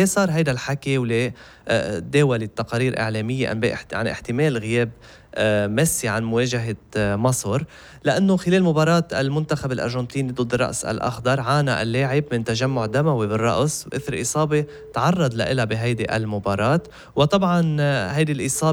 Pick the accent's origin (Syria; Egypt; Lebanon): Lebanon; South Lebanon; أنا من جنوب لبنان.